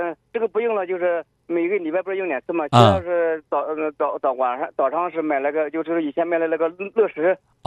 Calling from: Suzhou, Jiangsu, China; 那我们是苏州的。

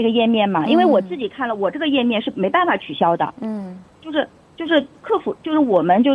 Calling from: Nanjing, Jiangsu, China; 我是一个南京的一个市民

